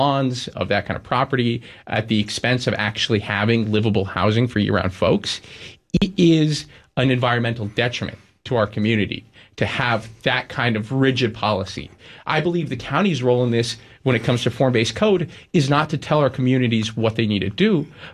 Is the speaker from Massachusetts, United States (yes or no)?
yes; Massachusetts, United States; born there; when I was born on Cape Cod in the year 2000